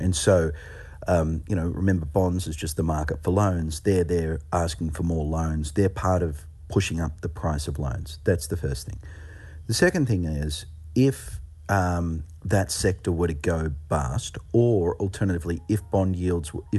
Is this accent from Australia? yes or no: yes; Australia